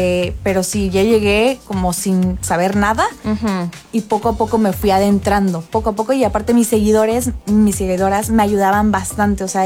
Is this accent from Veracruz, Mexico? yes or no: yes; Veracruz, Mexico